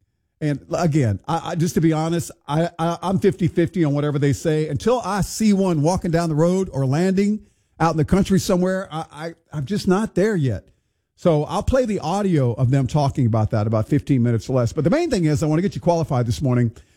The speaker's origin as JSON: {"language": "English", "town": "Houston", "region": "Texas", "country": "United States", "tie": "born or raised there", "said": "I grew up in Houston and NASA was like 20 minutes from my house."}